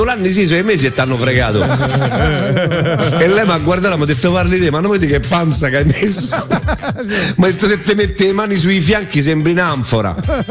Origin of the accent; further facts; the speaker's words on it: Rome, Lazio, Italy; a noi romani non interessa